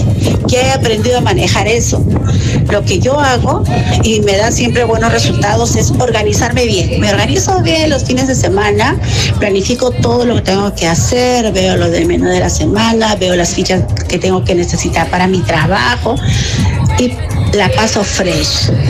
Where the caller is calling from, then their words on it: Lima, Peru; de Cercada de Lima.